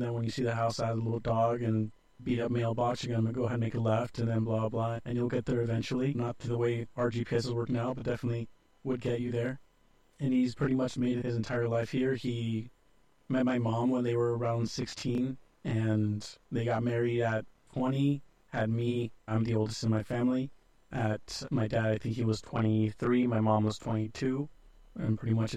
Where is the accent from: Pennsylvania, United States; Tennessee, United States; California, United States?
California, United States; Hollister; moved away as an adult; now in Modesto, United States; I grew up in Hollister, so not local to Modesto. I've been here the last 6 or so years.